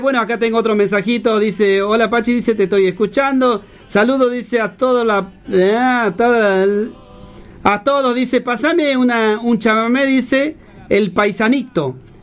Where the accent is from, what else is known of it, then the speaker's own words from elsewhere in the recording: Medellín, Santiago del Estero, Argentina; Yo soy de Medellín.